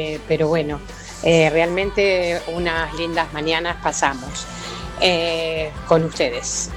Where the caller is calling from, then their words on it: San Cayetano, Buenos Aires Province, Argentina; de San Cayetano.